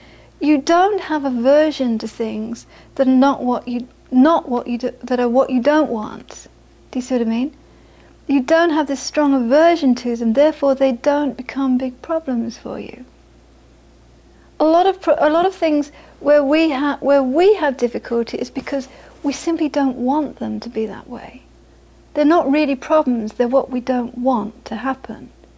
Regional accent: India; from your experience of being 7 years in Florida, because I'm coming from India

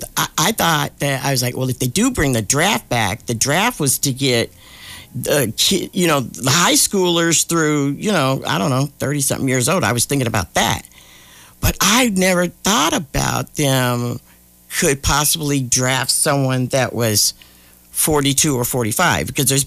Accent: Washington, United States; moved away; You know, I'm originally from Washington State.

